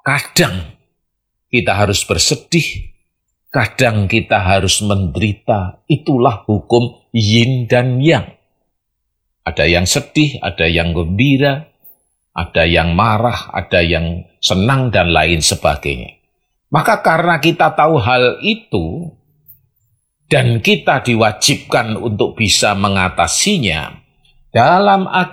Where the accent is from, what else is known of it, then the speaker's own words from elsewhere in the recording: Java, Indonesia; sekali lagi saya bukan ingin mengunggul-unggulkan atau berkiblat dari negeri Cina, saya orang Jawa.